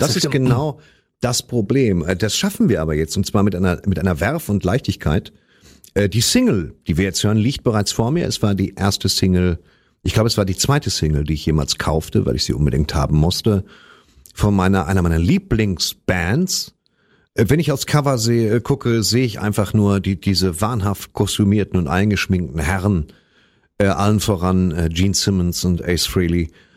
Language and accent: German; western Germany, Germany; Ich komme aus dem Westen